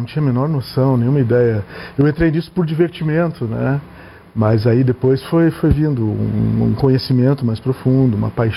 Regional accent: Porto Alegre, Rio Grande do Sul, Brazil; moved away as an adult; now in São Paulo, Brazil; Eu sou gaúcho, de Porto Alegre.

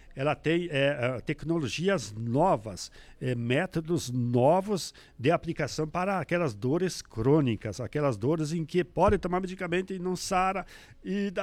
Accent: Brazil; nós se orgulhamos de ser brasileiro

